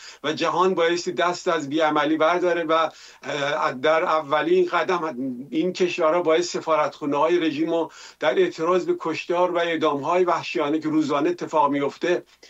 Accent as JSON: {"language": "Persian", "town": "Karaj", "region": "Alborz", "country": "Iran", "said": "مثلا ما یادمه که به اصطلاح حتی شهیده بودن شهر خودمون کرج کارگران چیتسازی رو رژیم حدود 20 تن از اونان رو در سال 1350 کشت"}